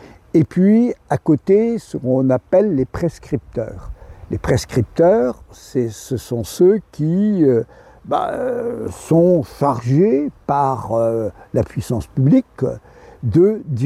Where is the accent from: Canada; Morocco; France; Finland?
France; Brittany; je suis né là, juste en face, enfin je suis né, ma famille, berceau de ma famille est juste en face à Le Quirec, il n'y a pas plus breton que moi.